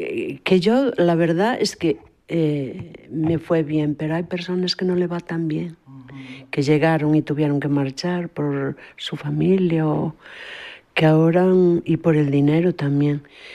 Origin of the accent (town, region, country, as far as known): Galicia, Spain; now in Switzerland